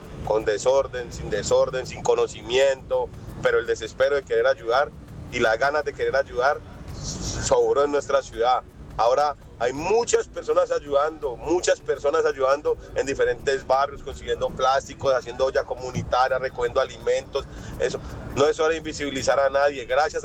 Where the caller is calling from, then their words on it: Cali, Valle del Cauca, Colombia; como caleños